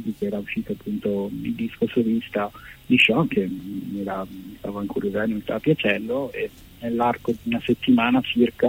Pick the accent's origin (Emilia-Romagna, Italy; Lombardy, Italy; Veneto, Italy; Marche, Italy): Lombardy, Italy; Milan; born there; sono nato a Milano.